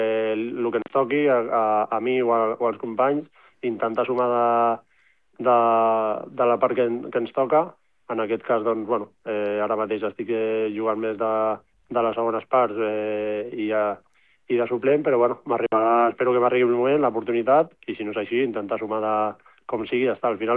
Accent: Barcelona, Catalonia, Spain; moved away as an adult; now in Ibiza, Spain; jo no havia viscut a Eivissa, però molt bé. Jo tinc la sort que soc de Barcelona, que la tinc aquí al costat

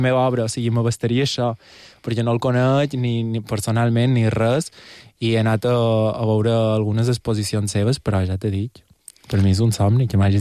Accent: Portocolom, Balearic Islands, Spain; Era allà on jo soc de Portocolom i vaig molt a Sallà

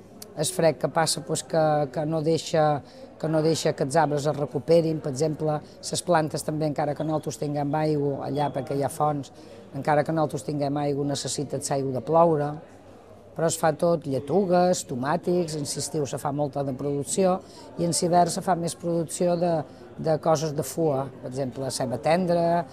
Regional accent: Mahón, Balearic Islands, Spain; vaig néixer dia 6 de gener de 1960. Vaig néixer a Maó junt amb un germà. Jo som melliza.

